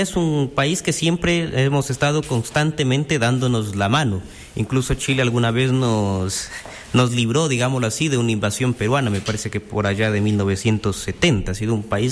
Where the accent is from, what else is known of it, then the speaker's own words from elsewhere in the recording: Zaruma, El Oro, Ecuador; allá Saruma, que es de donde soy.